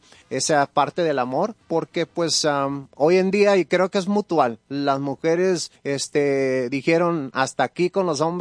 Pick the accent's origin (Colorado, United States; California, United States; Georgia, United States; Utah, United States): California, United States; Los Angeles; born there